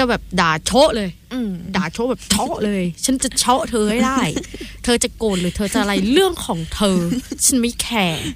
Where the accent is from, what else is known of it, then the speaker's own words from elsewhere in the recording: Southern Thailand, Thailand; พี่เป็นคนแบบรักใครรักจริง เด็กใต้รักจริง